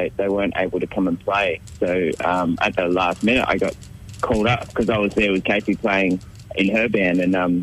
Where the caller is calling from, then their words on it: Perth, Western Australia, Australia; I'm actually in Perth right now.